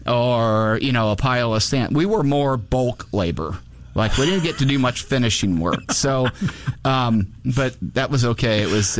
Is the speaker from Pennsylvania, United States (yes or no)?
no; Divernon, Illinois, United States; So I grew up in Divernon. My parents both grew up in Springfield on the east and down on the Cabbage Patch.